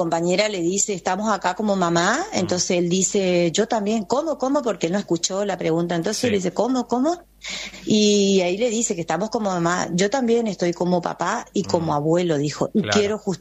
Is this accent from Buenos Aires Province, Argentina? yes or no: no; Corrientes, Argentina; Nosotros somos de Corrientes Capital y somos madres, muchas somos amas de casa